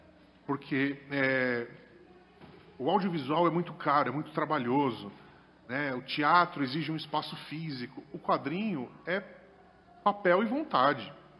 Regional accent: Praia Grande, São Paulo, Brazil; Lá eu sou de Praia Grande, lá no edital do Paulo Gustavo e no PNAB são 3 vagas para obras literárias.

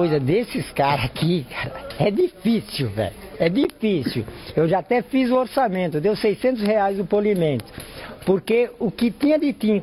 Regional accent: São Paulo, Brazil; moved away; eu participei quando era criança, na Moca, lá onde eu cresci.

